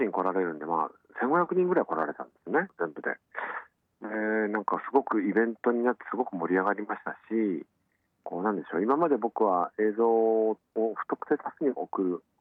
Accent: Nagasaki, Japan; now in Tokyo, Japan; 故郷で映画を撮ろうという思いで撮らせてもらったのが、長崎で活動するきっかけになった作品ですね

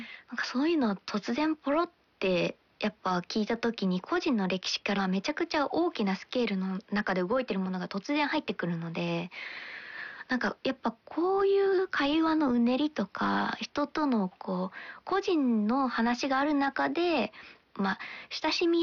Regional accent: Gunma, Japan; 私もう群馬出身なんで、

